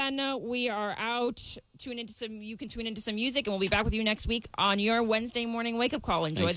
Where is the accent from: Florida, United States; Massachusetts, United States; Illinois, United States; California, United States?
Massachusetts, United States; growing up in Massachusetts, being bullied for not being a Packers fan was really brutal for me